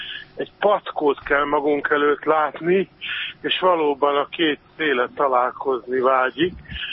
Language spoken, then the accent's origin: Hungarian; Hungary